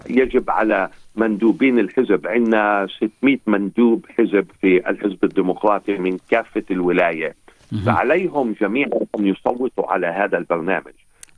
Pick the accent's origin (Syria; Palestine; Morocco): Palestine; now in Iowa, United States; كفلسطينيين أمريكيين